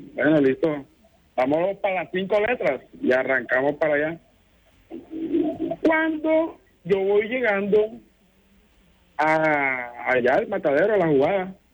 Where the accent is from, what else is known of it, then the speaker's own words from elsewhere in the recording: Bolívar, Colombia; O sea, yo vivo acá en Salsa al Valle, pero yo soy costeño. Pues en la región momposina.